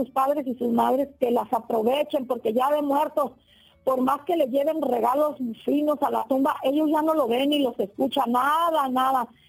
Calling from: Valle de Guadalupe, Baja California, Mexico; de acá del Valle de Guadalupe.

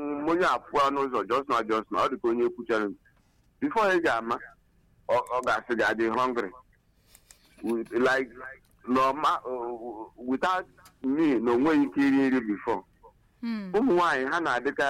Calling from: Abakaliki, Ebonyi, Nigeria; I'm calling from Ebonyi State, Abakaliki.

